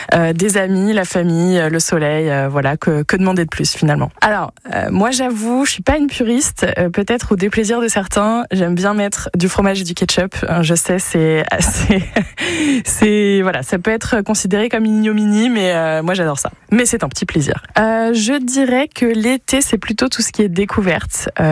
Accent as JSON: {"language": "French", "town": "Saint-Brice-en-Coglès", "region": "Brittany", "country": "France", "said": "je viens de Menrock, donc plutôt Saint-Brice-en-Cogle, à côté de Fougères, pour ceux qui situent le château de Fougères."}